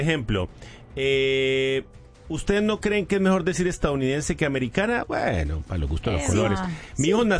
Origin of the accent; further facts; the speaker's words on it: Colombia; now in United States; yo soy colombiano.